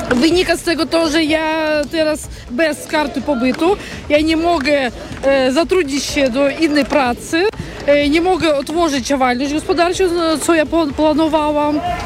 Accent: Russia; Polish is a second language; now in Poland; Ja jestem z Rosji, ja mam status uchodźcy i już nie pierwszy raz zmieniam kartę pobytu

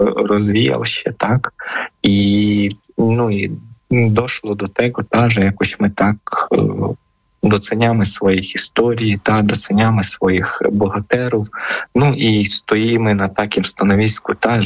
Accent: Ukraine; Polish is a second language; jesteśmy Ukraińcami

